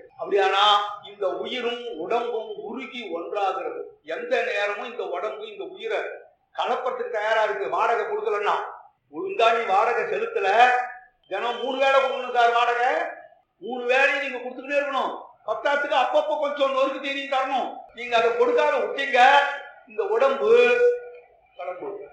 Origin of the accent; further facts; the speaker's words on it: Kanchipuram, Tamil Nadu, India; நான் காஞ்சிபுரத்தை சேர்ந்தவன்றதால